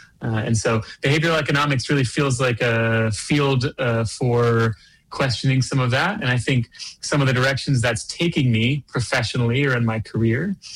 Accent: United States; now in Europe; being in Europe, being an American citizen

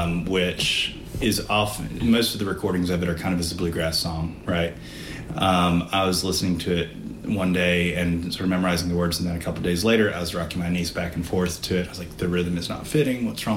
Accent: England, United Kingdom; born there; also born or lived in Virginia, United States / Louisiana, United States / Illinois, United States / Nebraska, United States; And I was born in England, then lived in Virginia, then Louisiana, Illinois, Nebraska, back to Virginia, back to Nebraska.

